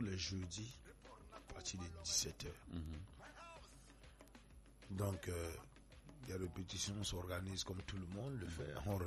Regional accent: Edea, Littoral, Cameroon; je suis de la Sanaga Matim, j'ai grandi à Idéa.

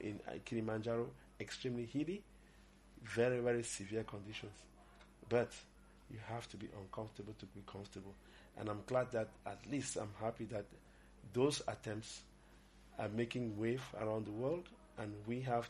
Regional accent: Cameroon; I'm from Cameroon, Abidjan

